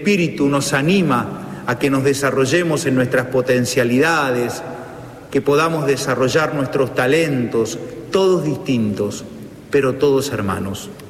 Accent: Argentina; como pueblo argentino somos nación.

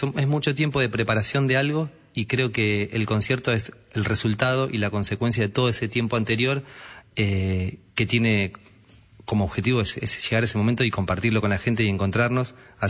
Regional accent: Buenos Aires, Argentina; moved away as an adult; also born or lived in Salinas, Uruguay; Yo tenía muchas ganas de irme de Buenos Aires a vivir a un lado, soy de Capital Federal, digamos, tenía ganas de irme a un lugar un poco más tranquilo.

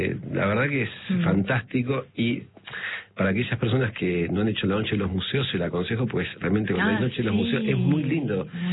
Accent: Buenos Aires, Argentina; Cuando yo digo voy afuera y digo, yo soy de Buenos Aires, uy, Buenos Aires, qué hermosa ciudad.

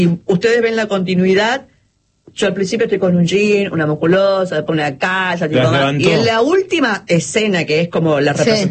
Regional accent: Chaco, Argentina; born there; si bien yo nací en el Chaco, mi papá todo el tiempo iba a Paraguay, iba y venía, tenía la sangre guaraní de parte de él.

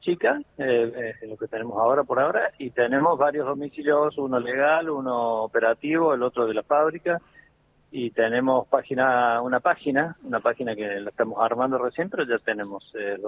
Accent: La Rioja, Argentina; Vengo de La Rioja, estoy en La Rioja

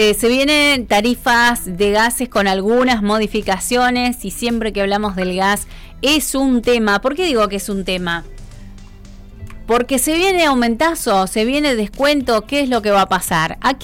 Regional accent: Patagonia, Argentina; Porque la Patagonia es amplia. Desde Bahía Blanca para abajo somos todos patagónicos.

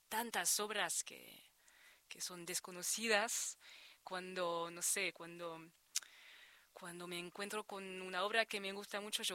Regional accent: France; accent: French; Spanish is a second language; ya tengo ese tono francés.

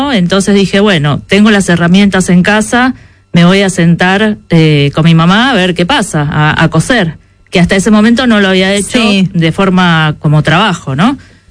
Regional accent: Avellaneda, Buenos Aires Province, Argentina; born or raised there

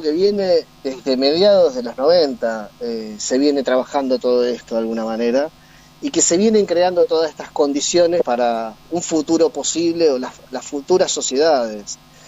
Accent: Argentina

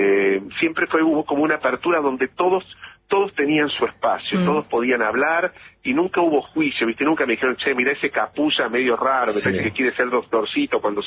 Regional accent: Río Cuarto, Córdoba, Argentina; born there

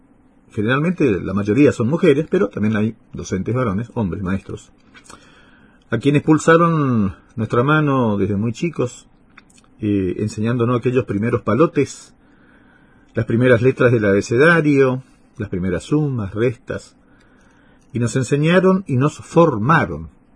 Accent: San Roque, Corrientes, Argentina; born there; also born or lived in Paso de los Libres; yo hice la primaria en San Roque. Después vine a Paso de los Libres, terminé la secundaria

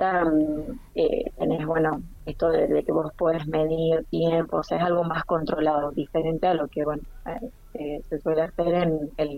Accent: Caleta Olivia, Santa Cruz, Argentina; born there; Mis papás no, yo y mis hermanos sí, nacimos todos en Caleta. Mis papás son de Santiago del Estero y de Córdoba

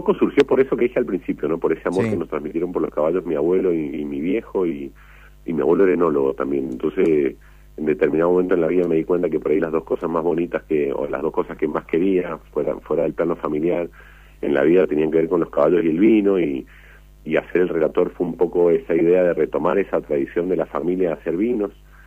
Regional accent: Mendoza, Argentina; Y el vino siempre es importante, sobre todo para nosotros que somos mendocinos

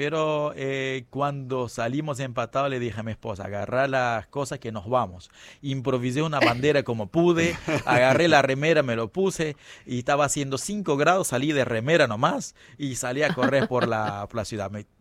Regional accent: Cape Verde; first language Cape Verdean Creole; Spanish is a second language; moved away as an adult; now in Argentina; El criol se habla en el día a día. Nosotros le decimos el idioma materno

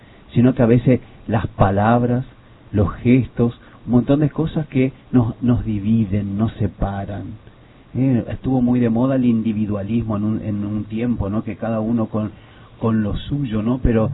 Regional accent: Argentina; para nosotros como pueblo argentino

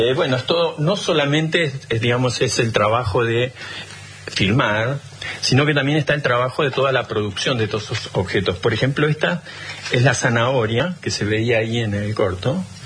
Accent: Bariloche, Río Negro, Argentina; entonces pasé de la escuela alemana de Bariloche, yo nací en Bariloche, a la escuela rural del Manso.

